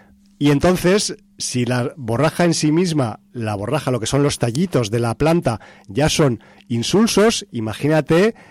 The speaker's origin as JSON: {"language": "Spanish", "region": "Aragon", "country": "Spain", "said": "pero en Aragón, yo al menos en mi pueblo, yo he comido siempre borraja"}